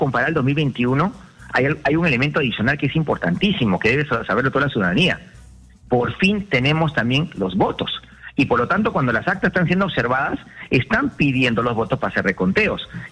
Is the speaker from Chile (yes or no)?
no; Peru; Esto nos hace mucho daño como peruanos.